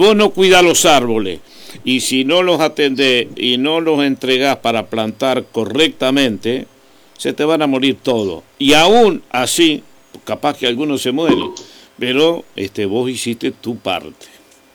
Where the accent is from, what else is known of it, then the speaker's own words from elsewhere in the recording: Uruguay; tengo mi cuadro hincho por la celeste como todo uruguayo